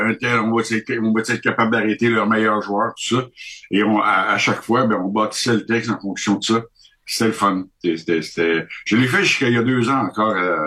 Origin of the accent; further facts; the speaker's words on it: Canada; Fait que là, moi, je dis, écoutez, moi, je suis du Canada, je suis ici passage